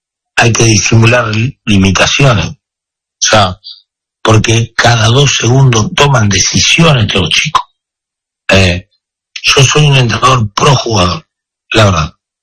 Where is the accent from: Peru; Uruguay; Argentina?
Argentina; yo soy argentino, bueno, somos súper argentinos